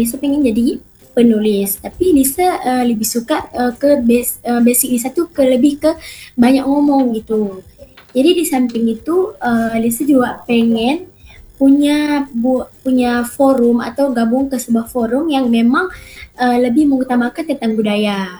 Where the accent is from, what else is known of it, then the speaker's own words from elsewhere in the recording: Aceh, Indonesia; biasanya pakai lagu kita Aceh ya